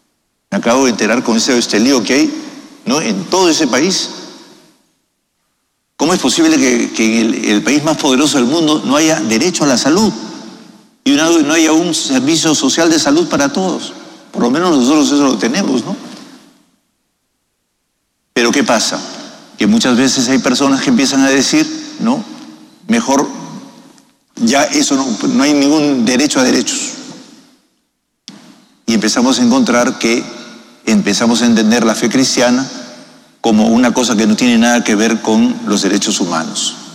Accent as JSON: {"language": "Spanish", "country": "Peru", "said": "esas actitudes que hemos ido cultivando como peruanos, que son las más genuinas de nuestra fe y de nuestro país."}